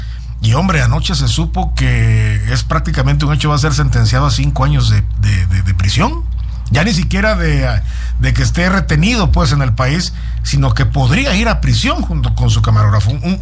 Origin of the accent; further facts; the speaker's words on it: Nuevo Casas Grandes, Chihuahua, Mexico; born there; nacimos en Nuevo Casas Grandes.